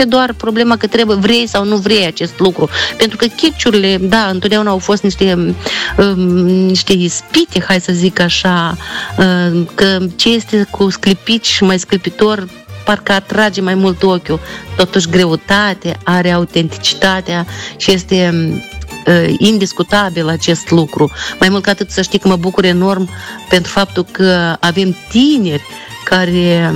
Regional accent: Ciciuleni, Hîncești District, Moldova; moved away; Da, de la Ciciuleni.

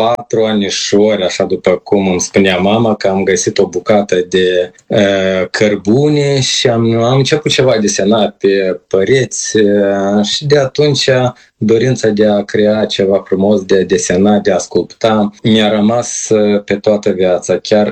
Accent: Chișinău, Moldova; born there; Da, deci eu m-am născut în Chișinău, chiar în capitală. În fiecare vară, plându-mă la țară, am îndrăgit foarte mult simplitatea, modul de viață, frumusețea de la țară

